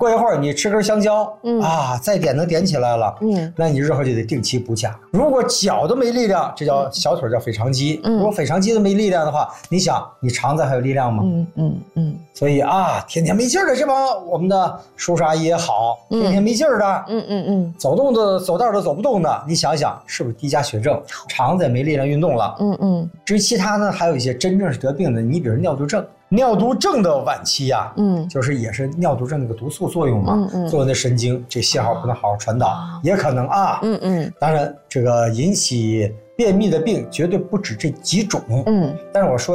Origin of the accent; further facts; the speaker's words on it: China; 我们中国人